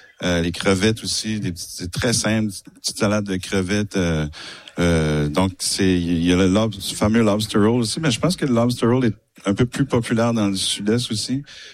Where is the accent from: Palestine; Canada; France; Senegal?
Canada; Pointe-Verte, New Brunswick; Il y en a pas beaucoup de … Acadie. Puis on est tous de Pointe-Verte.